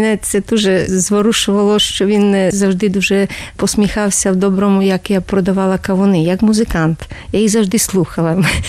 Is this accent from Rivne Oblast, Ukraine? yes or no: yes; Rivne, Rivne Oblast, Ukraine; born there; Народилася на Україні, в місті Рівному.